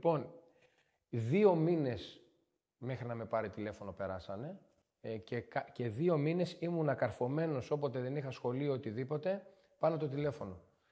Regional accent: Strymoniko, Central Macedonia, Greece; Στο χωριό μου, στο Στριμονικό, μέχρι τα 16 μου. Εκεί ξεκίνησα από μικρό παιδάκι.

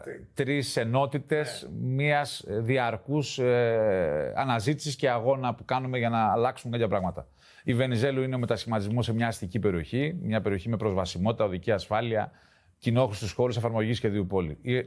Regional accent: Crete, Greece; εγώ είμαι περήφανος που είμαι κρητικός

